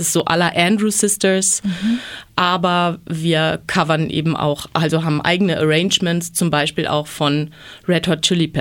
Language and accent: German; West Germany, Germany; born there; moved away as an adult; now in Thuringia, Germany; Ich bin eben total im Westen geboren, 1987, also kurz vor der Wende.